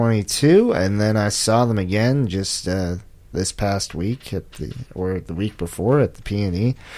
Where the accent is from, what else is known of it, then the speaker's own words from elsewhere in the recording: Ontario, Canada; moved away as an adult; now in Vancouver, Canada; I'm from Ontario. They're also from Ontario. I never saw them in Ontario. I saw them when I first moved here in the summer of 2022.